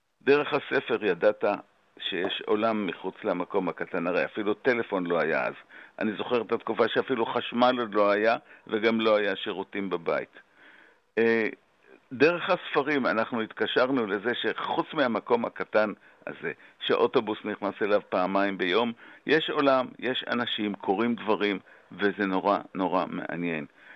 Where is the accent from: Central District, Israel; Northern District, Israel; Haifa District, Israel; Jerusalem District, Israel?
Haifa District, Israel; Ein Iron; now in Tel Aviv, Israel; אני מאוד אוהב לגור בתל אביב. אני תמיד אומר שמי שנולד בעין עירון, כל מה שהוא רוצה זה או לגור בתל אביב או במנהטן.